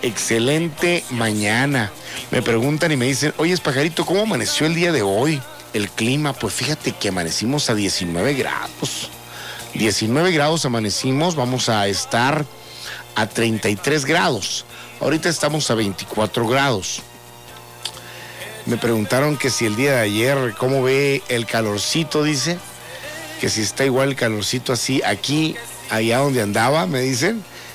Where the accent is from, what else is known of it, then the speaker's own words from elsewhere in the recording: Mexico; moved away as an adult; now in Nogales, Mexico; los que vivimos, los que somos de acá del Valle del Mayo, Valle del Yaqui, Hermosillo, Sinaloa, sabemos lo que es un calor, ¿no?